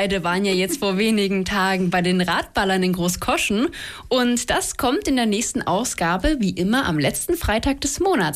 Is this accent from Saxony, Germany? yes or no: yes; Saxony, Germany; Ich komme gebürtig auch hier aus der Westlausitz direkt. Also ich war schon immer hier und bin jetzt auch hier geblieben.